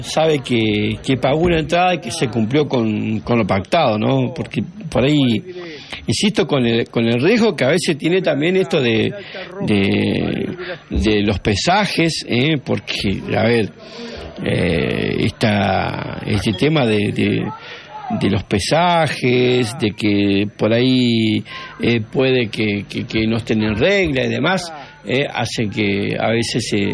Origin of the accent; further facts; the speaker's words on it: Argentina; nos hubiese encantado como argentino que Lionel Messi también venga a la Argentina